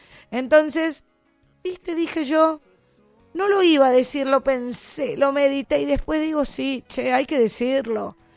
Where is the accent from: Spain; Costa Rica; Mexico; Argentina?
Argentina